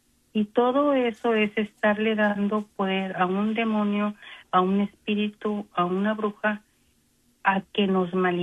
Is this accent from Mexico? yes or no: yes; Mexico; Y los mexicanos, yo soy mexicana, de ahí viene.